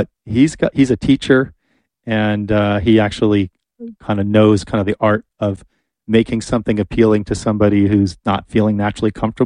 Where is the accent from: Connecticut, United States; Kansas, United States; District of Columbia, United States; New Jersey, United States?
New Jersey, United States; I don't remember wildfires in Canada as a kid like being a thing grown in New Jersey